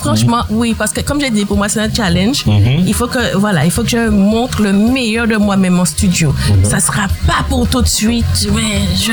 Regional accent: Basse-Terre, Guadeloupe; born there; Je suis bastérienne de base

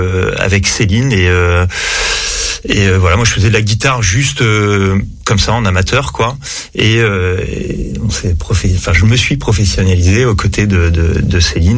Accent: Deauville, Normandy, France; moved away as an adult; now in Paris, France; je suis né à Deauville, j'ai fait mes études en Normandie et après le sport, je suis arrivé assez tôt à Paris et j'ai développé ma carrière de coach à Paris.

